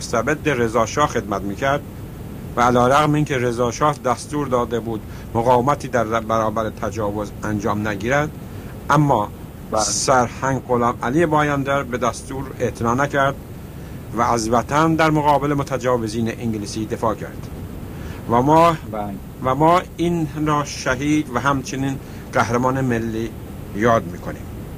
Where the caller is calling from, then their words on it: Iran